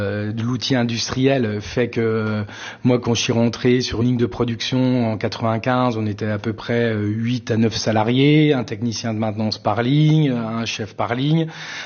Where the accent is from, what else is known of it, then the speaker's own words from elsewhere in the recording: Vittel, Grand Est, France; Moi, je suis né à Vittel, je suis né en 76, je suis un des derniers nés à Vittel, hein, parce qu'après la maternité a fermé.